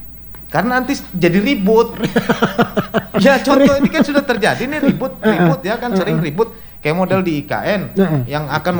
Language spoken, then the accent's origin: Indonesian; Sarawak, Malaysia; Saya anak Borneo.